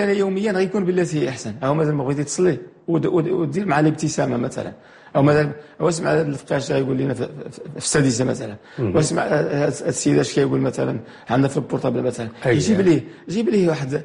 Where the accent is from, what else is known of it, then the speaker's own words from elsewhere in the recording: Morocco; عندنا في المغرب مثلا في هذه المملكه المباركه